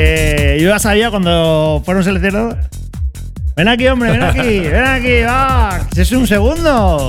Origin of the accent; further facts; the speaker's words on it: Spain; ¿Pero qué decía de Quintanar? Somos españoles, ¿qué quieres que te gane?